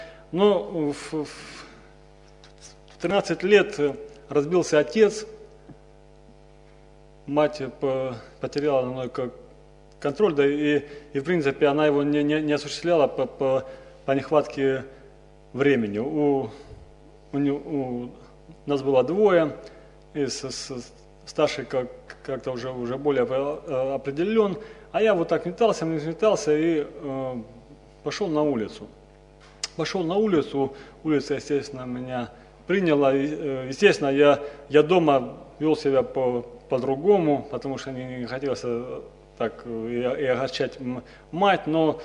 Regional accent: Nevinnomyssk, Stavropol Krai, Russia

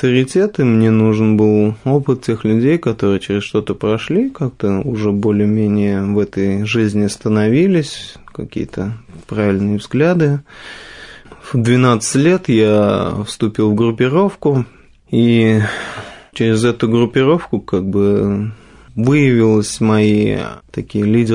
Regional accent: Kazan, Tatarstan, Russia; я рос, вырос, родился в Казани, в простой татарской семье. У меня родители татары и бабушка татарка пыталась меня учить в мусульманскую веру, наставлять

